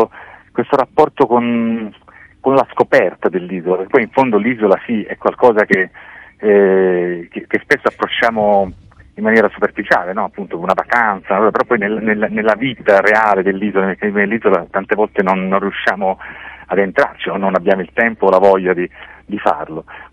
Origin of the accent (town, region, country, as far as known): Sicily, Italy; now in Milan, Italy